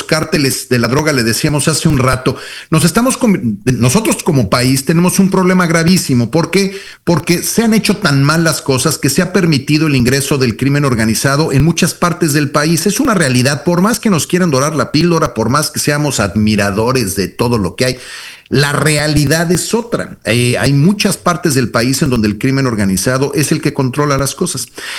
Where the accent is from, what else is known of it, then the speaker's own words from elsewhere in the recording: Mexico; Como mexicano a mí me da mucha vergüenza